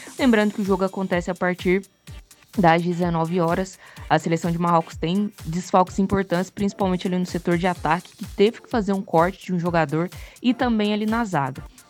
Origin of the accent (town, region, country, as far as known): Brazil